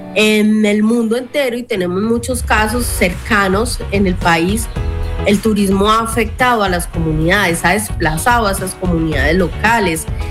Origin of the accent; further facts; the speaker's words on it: Pijao, Quindío, Colombia; Yo soy pijaense